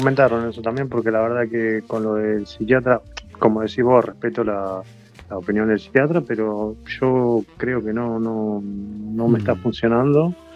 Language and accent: Spanish; Pompeya, Buenos Aires, Argentina